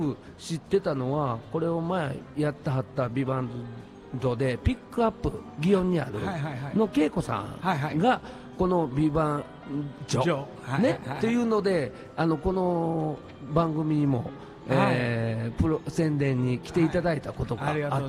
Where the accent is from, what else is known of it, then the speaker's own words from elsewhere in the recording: Kyoto, Japan; 京都出身は出身なん で、はいはいはい、で山科の方なんですよ僕、はいはい、ですから琵琶湖の方によく行ったんで